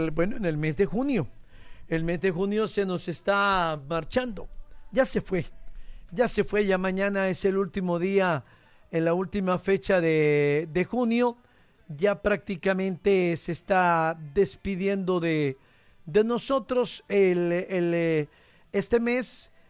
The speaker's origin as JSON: {"language": "Spanish", "country": "Honduras"}